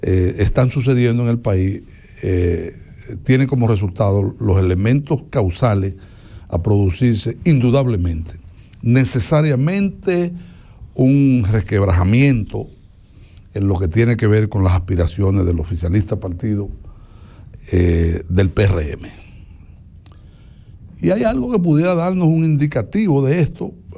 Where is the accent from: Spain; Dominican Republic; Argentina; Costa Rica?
Dominican Republic; Y como dominicano